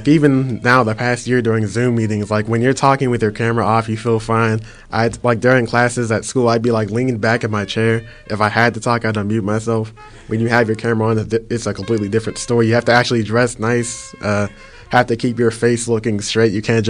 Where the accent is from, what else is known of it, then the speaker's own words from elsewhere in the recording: Penn Hills, Pennsylvania, United States; I'm a senior at Clayton University, born and raised in Penn Hills, went all the way through Penn Hills up until I graduated high school.